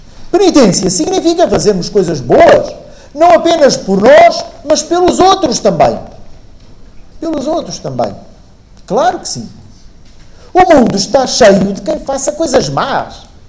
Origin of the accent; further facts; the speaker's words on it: Portugal; Porque somos portugueses